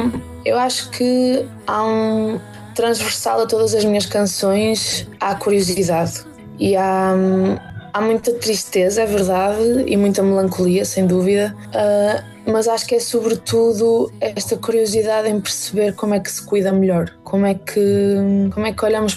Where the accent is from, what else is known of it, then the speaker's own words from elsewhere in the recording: Portugal; sendo portuguesa